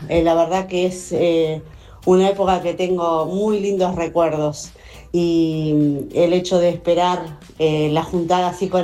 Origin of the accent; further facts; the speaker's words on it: Grand Bourg, Buenos Aires Province, Argentina; born there; A mis compañeros del Colegio Nuestra Señora de Lourdes de Granbur, del año 95.